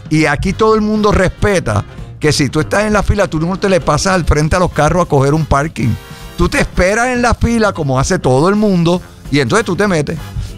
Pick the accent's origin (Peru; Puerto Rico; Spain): Puerto Rico; Somos boricuas.